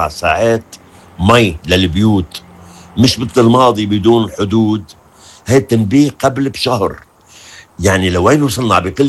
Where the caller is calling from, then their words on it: Lebanon; لبنان يعطي المثل والمثال مع أنه كمية صغيرة وعدد سكاننا صغير